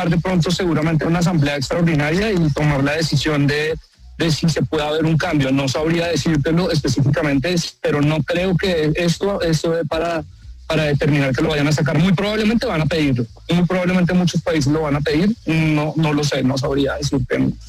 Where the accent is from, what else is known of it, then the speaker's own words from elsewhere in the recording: Mexico; porque yo soy de México